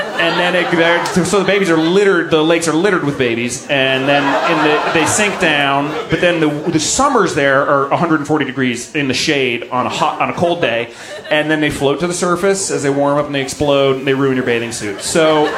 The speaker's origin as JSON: {"language": "English", "town": "Boston", "region": "Massachusetts", "country": "United States", "tie": "born or raised there", "said": "I grew up in Boston near the ocean."}